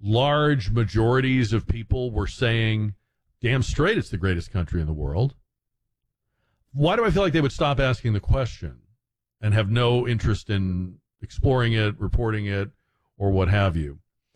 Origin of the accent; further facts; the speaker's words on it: United States; most Americans are just deeply ashamed, like bag over our head, oh my God, we're from America.